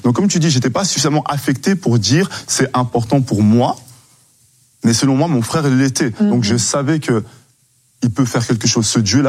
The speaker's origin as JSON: {"language": "French", "country": "Switzerland", "said": "je viens de la Suisse, un pays que j'aime énormément"}